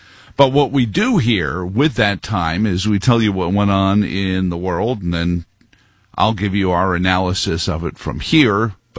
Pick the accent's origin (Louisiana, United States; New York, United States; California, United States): New York, United States; Queens; Growing up in Queens, one of the things you miss is the souvlaki right from a restaurant in Astoria.